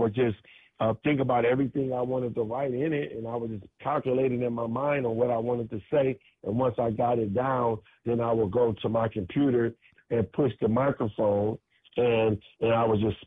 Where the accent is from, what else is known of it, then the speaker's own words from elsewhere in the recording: Detroit, Michigan, United States; now in Los Angeles, United States; In Detroit, Michigan. I grew up in Detroit